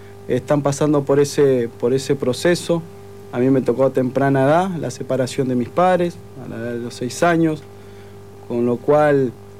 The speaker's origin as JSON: {"language": "Spanish", "region": "Montevideo", "country": "Uruguay", "tie": "born or raised there", "said": "yo soy de Montevideo, del Cerro de Montevideo, allí viví toda mi vida."}